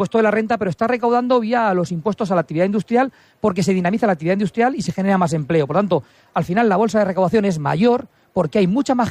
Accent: Albacete, Castilla-La Mancha, Spain; Todos los que somos albaceteños recordamos al maestro Dámaso.

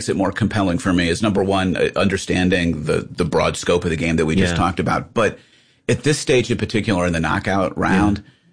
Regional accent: Ohio, United States; I did, growing up in Northeastern Ohio, I played.

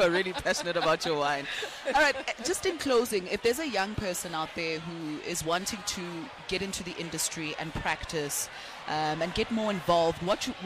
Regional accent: South Africa; I'm a South African girlie

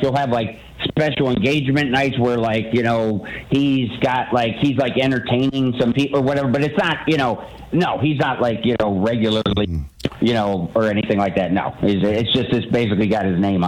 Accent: Ohio, United States; also born or lived in Los Angeles; now in Las Vegas, United States; I grew up in Ohio, so I know what like cold winters are like.

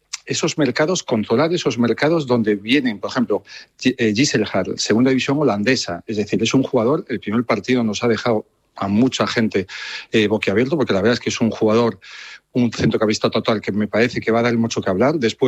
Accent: Oleiros, Galicia, Spain; yo soy de Oleiros, vivo en Oleiros.

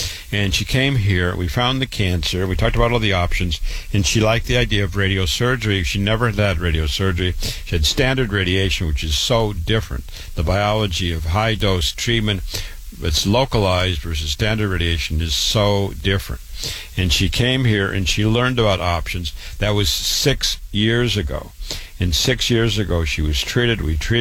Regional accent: Waterloo, Iowa, United States; You get the same chemo in my hometown of Waterloo, Iowa, as super-duper general.

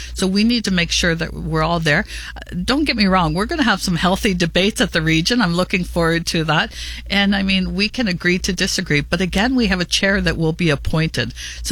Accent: Lincoln, Ontario, Canada; You know, I've lived and worked in this community my whole entire life. Lincoln has been my home. I raised my children here.

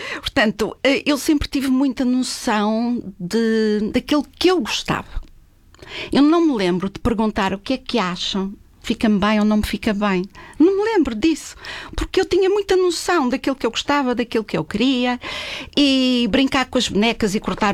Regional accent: Madeira, Portugal; now in Lisbon, Portugal; eu também tive sorte de ter nascido na, a Madeira tem o lado de isolamento, mas também tem aquele lado paraíso de grupinhos, de amigos, de bolha de conforto.

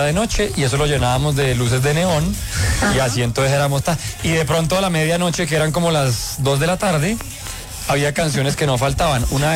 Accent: Belgium; Él, yo que crecí en Bélgica, Cris, usted sabe.

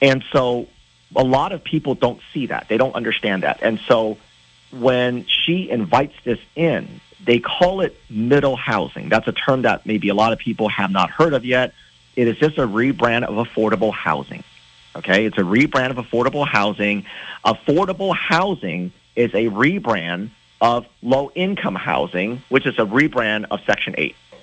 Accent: California, United States

